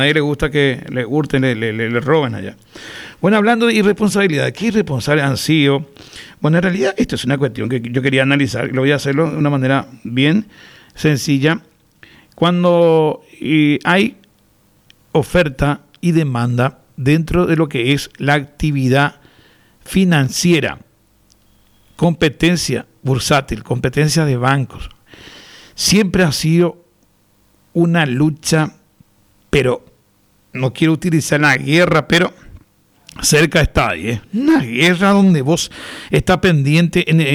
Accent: Paraguay

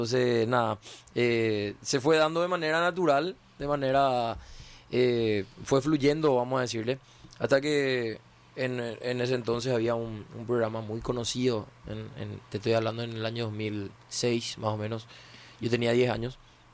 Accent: Asunción, Paraguay; moved away as an adult; now in Luque, Paraguay; soy acá del barrio. Crecí acá 4 cuadras de la radio realmente.

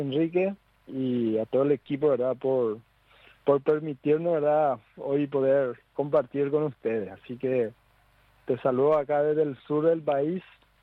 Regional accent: Paraguay; yo diría también a todo lo que son nuestra cultura, tradiciones como paraguayo

